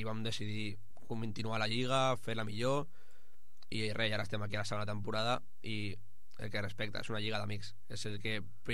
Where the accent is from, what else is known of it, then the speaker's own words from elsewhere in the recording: El Prat de Llobregat, Catalonia, Spain; som tot gent del Prat, que no ens coneixíem